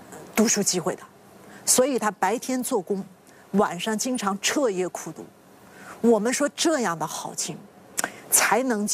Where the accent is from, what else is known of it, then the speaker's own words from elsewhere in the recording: China; 一直存在于我们中国人之中